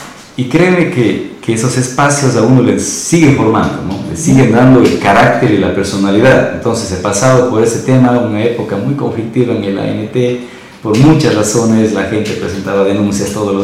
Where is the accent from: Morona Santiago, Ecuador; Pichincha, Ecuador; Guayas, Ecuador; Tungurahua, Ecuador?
Morona Santiago, Ecuador; Sucúa; moved away as an adult; also born or lived in Cuenca / Macas; esta tierra de Sucúa para mí, yo siempre digo, nunca dejaré a Sucúa, porque Sucúa es una tierra... Una tierra que es mi casa, donde yo nací, crecí.